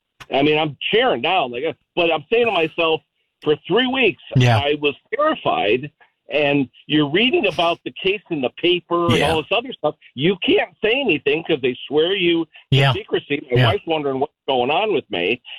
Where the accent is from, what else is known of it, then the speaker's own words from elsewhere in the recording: Trumbull, Connecticut, United States; born and raised in Trumbull, living here now